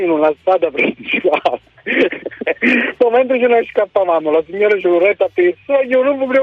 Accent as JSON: {"language": "Italian", "town": "Frattamaggiore", "region": "Campania", "country": "Italy", "said": "Che sono di Fratta Maggiore."}